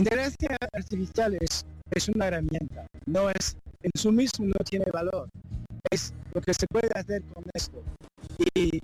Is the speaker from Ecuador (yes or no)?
no; France; Spanish is a second language; Soy francés y pares españoles, entonces el español de vez en cuando